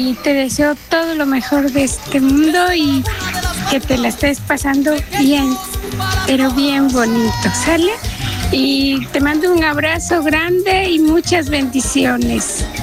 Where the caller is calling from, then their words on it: Cuitláhuac, Veracruz, Mexico; de Cuitláhuac.